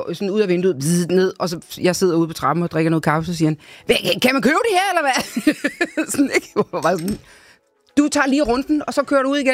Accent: Capital Region of Denmark, Denmark; born or raised there

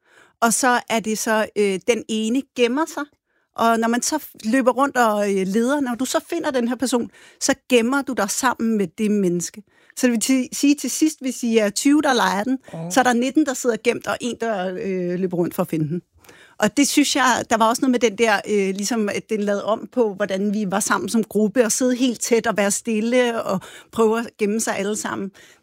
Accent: Zealand, Denmark; Jeg kommer fra Nordsjælland

